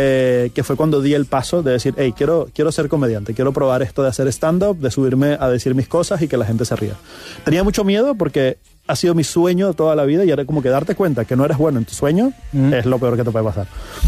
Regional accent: Barquisimeto, Lara, Venezuela; also born or lived in Caracas; porque yo entré en un colegio en cuarto grado, porque me fui de Caracas a Barquisimeto. Llegué a un colegio donde todo el mundo ya se conocía, yo era el extraño

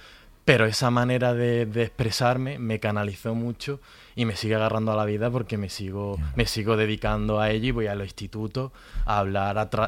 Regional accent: Granada, Andalusia, Spain

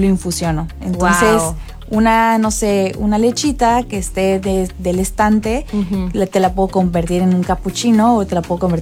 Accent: Veracruz, Mexico; somos jarochos, pero también somos jarochos cute

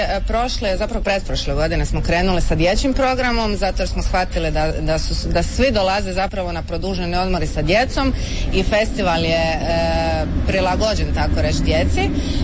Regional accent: Jelsa, Split-Dalmatia County, Croatia; Ja sam sa Hvara iz Jelse

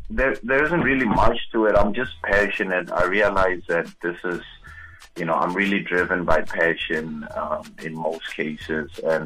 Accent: Pretoria, Gauteng, South Africa; moved away as an adult; now in Cape Town, South Africa; my hometown back in Pretoria in Montana.

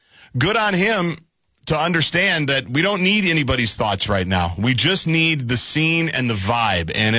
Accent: United States; because I'm an American.

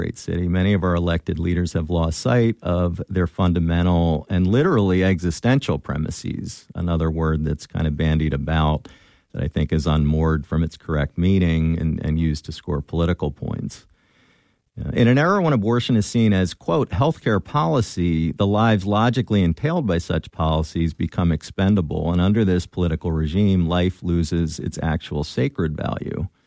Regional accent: United States; our rights as American citizens

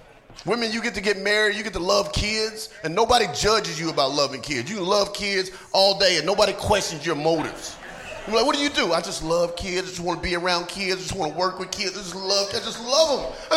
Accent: North Carolina, United States; I'm from the South, right? I'm from North Carolina, went to school in Atlanta.

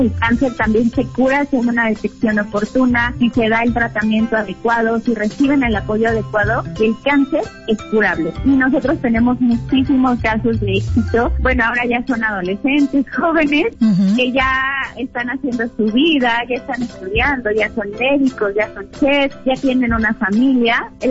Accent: Querétaro, Mexico; Hay un gran equipo soportándolos y somos todos los queretanos, todos nosotros que nos vamos a unir

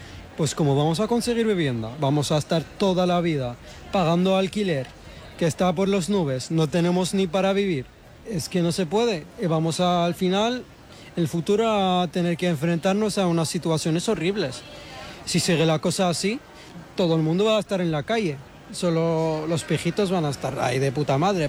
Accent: Morocco; now in Spain; la situación de mi familia, que somos marroquíes, somos 6 personas. Hemos venido aquí hace 2 años

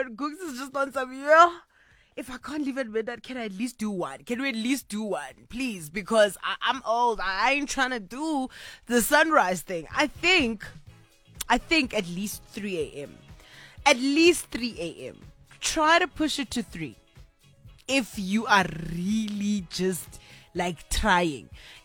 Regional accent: Kimberley, Northern Cape, South Africa; You know, December used to be that, in my hometown of Kimberley, it used to be like those Decembers where there was this one particular spot that would stay open literally till the sun comes out

